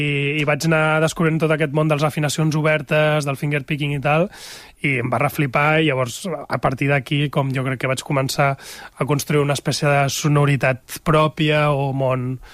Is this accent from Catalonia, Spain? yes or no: yes; Barcelona, Catalonia, Spain; moved away as an adult; now in L'Ametlla del Vallès, Spain; sóc de Barcelona, del barri d'Horta, estic empadronat a la Garriga, però visc a l'Ametlla.